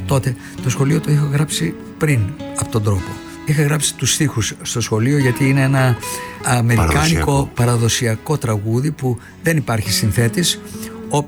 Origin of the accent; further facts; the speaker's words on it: Doxato, Eastern Macedonia and Thrace, Greece; born there; Γεννήθηκα στο Δοξάτο της Δράμας το 1946.